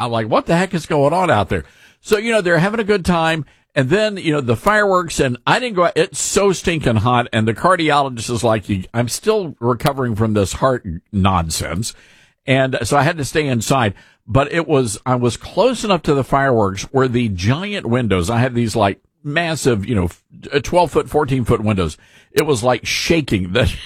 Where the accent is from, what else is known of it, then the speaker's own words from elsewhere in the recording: Tennessee, United States; But I said, hands down, and I'm from Tennessee, so this was a lot for me to say.